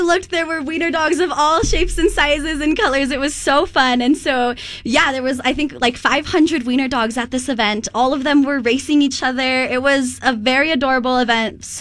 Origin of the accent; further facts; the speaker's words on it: Utah, United States; growing up in Utah